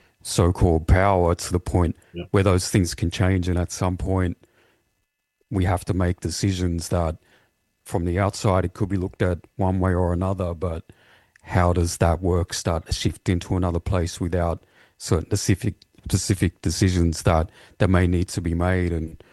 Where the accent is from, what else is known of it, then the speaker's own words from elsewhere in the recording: Victoria, Australia; myself being Yorta Yorta, born and raised on Yorta Yorta Waka, for instance, for me, that's something that's very prominent in terms of my very existence too. And it's part of why I moved back home from Ngarrim